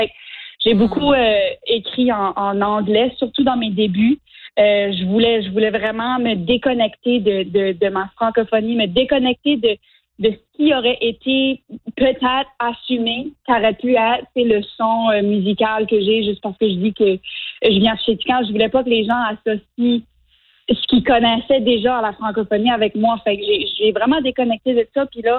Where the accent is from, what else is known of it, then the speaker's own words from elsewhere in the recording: Nova Scotia, Canada; Ouais, ben tu sais, venant de, tu sais, j'ai grandi à Sitka en Nouvelle-Écosse, hein, ça fait nous autres. Le français, la francophonie a été beaucoup, beaucoup assimilée.